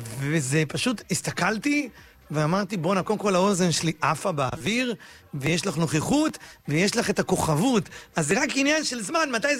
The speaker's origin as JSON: {"language": "Hebrew", "town": "Bat Yam", "region": "Tel Aviv District", "country": "Israel", "tie": "born or raised there", "said": "אני בת ים, אני גדלתי בבת ים, בבלפור, בשכונת עמידר, אמא שלי עד היום בבת ים."}